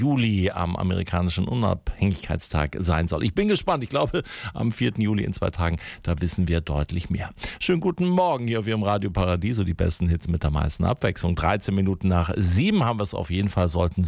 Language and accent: German; Northern Germany, Germany; Fischtheke finde ich als Norddeutscher auch immer ganz wichtig